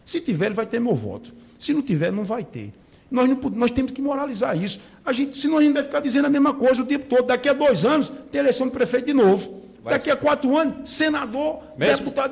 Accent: Sertão (Northeast Brazil), Brazil; como sertanejo que sou, um cara de muita fé

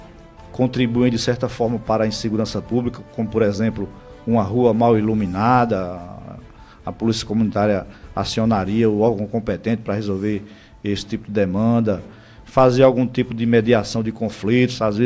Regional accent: Brazil; also born or lived in the sertão; assim como eu sou oriundo do sertão, mas fui criado lá no Baixo Roger, um bairro periférico, ali de lado do campo do 11.

